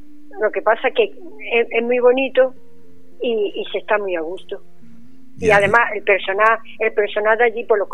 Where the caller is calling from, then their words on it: Granada, Andalusia, Spain; De Granada.